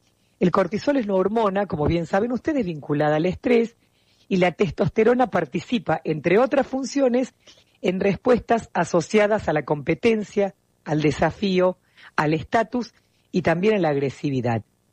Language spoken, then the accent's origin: Spanish; Argentina; Acuérdate siempre, seguimos siendo argentinos, que la pasión nos invada